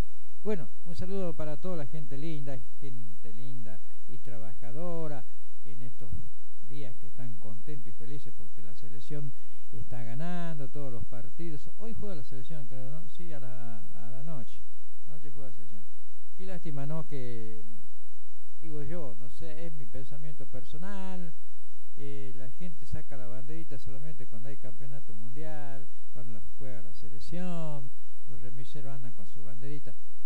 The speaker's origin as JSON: {"language": "Spanish", "country": "Argentina", "said": "si somos argentinos"}